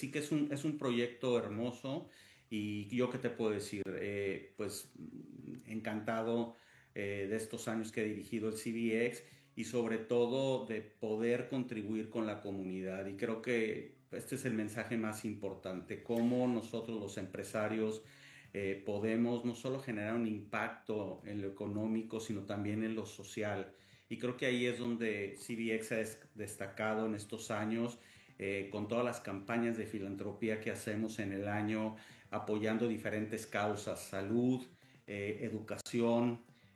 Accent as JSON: {"language": "Spanish", "country": "Mexico", "said": "sino que todos como mexicanos, porque esta inversión 75% vino de empresarios mexicanos"}